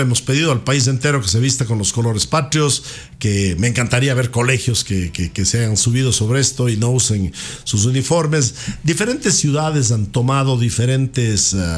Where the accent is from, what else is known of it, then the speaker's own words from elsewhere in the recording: Ecuador; Yo soy profundamente ecuatoriano y vivo de tener orgullo de esto